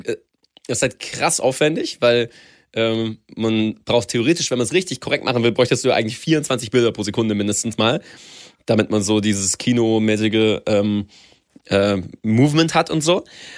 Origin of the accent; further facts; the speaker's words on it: Baden-Württemberg, Germany; Erstmal so da lokal in dem Dorf, wo ich aufgewachsen bin. In Nähe von Stuttgart tatsächlich.